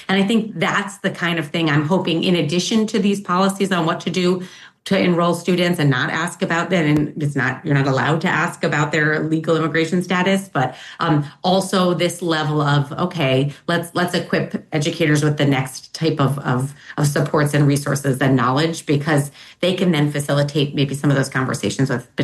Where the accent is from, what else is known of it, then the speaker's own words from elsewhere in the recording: Connecticut, United States; Luanelli is, being in Connecticut, my home state. I'm in California, a very progressive state.